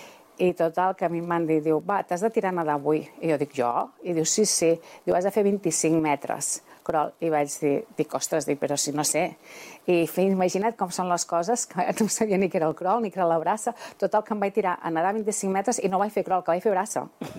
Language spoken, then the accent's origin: Catalan; Sant Vicenç, Catalonia, Spain; also born or lived in Manresa; Sí, vaig néixer a Sant Vicenç. Vull dir, vaig anar a l'escola a Sant Vicenç, perquè llavors era EGB, i fins que vaig acabar l'EGB.